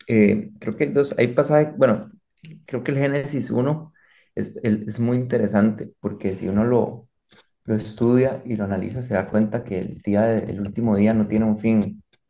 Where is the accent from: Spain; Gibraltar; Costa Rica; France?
Costa Rica; Entonces, es hasta simbólico para nosotros como costarricenses, que estamos, pues son dos países distintos, ¿verdad?